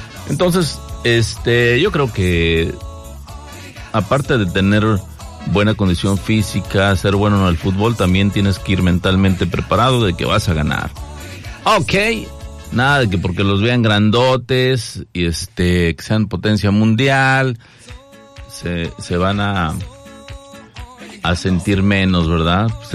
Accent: Mexico; como buen mexicano futbolero de barrio, ¿no? De pueblo

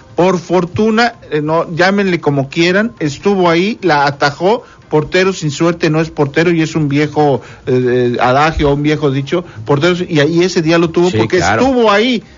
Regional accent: Mexico; Como mexicanos necesitamos destacar eso.

